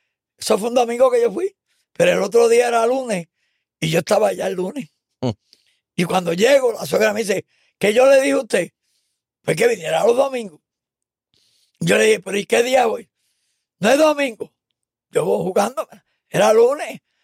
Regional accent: Ponce, Puerto Rico; born or raised there

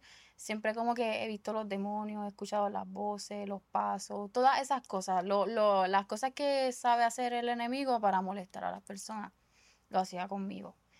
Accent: Bayamón, Puerto Rico; Soy de Bayamón, ¿verdad? Fui criada ahí y todavía hasta el sol de hoy sigo en Bayamón.

